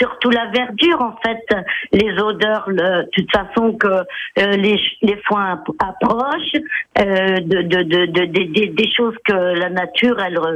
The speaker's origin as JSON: {"language": "French", "region": "Bourgogne-Franche-Comté", "country": "France", "tie": "born or raised there", "moved": "yes", "lives_now": "Sardieu, France", "said": "moi, j'ai vécu dans ma jeunesse, mon enfance en Bourgogne, et donc en pleine prairie."}